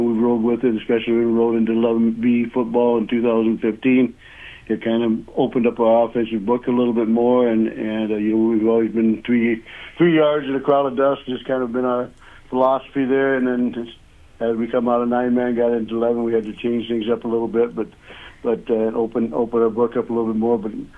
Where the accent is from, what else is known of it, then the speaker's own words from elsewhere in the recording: Woonsocket, South Dakota, United States; also born or lived in Sioux Falls; now in Emery, United States; I'm from Woonsocket originally